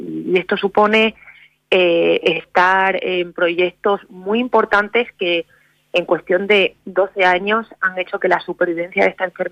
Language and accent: Spanish; Extremadura, Spain; accent: Extremaduran; also born or lived in Salamanca; No sé si me lo has notado por el acento, sí, yo soy extremeña.